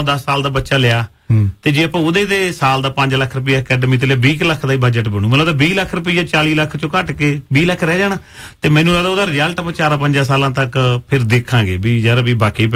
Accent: Dhudike, Punjab, India; ਮੈਂ ਜਲੰਧਰ ਵੀ ਨਹੀਂ ਮੇਰਾ ਪਿੰਡ ਢੁੱਡੀ ਕੇ ਆ ਜੇ ਮੈਂ ਮੇਰੀ ਤਮੰਨਾ ਪੰਜਾਬ ਨੂੰ ਵਧੀਆ ਬਣਾਉਣ ਦੀ ਮੈਂ ਆਪਦੇ ਢੁੱਡੀ ਕੇ ਨੂੰ ਸੰਭਾਲ ਲਾ

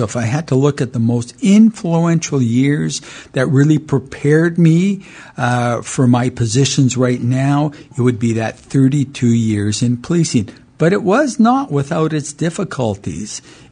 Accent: Kamloops, British Columbia, Canada; born there; I was born in Kamloops. My mother was born in Kelowna.

